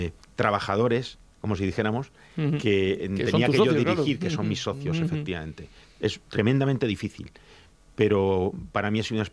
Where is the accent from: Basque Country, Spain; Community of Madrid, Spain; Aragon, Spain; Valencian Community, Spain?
Community of Madrid, Spain; Madrid; yo no soy de extremeño, yo soy de Madrid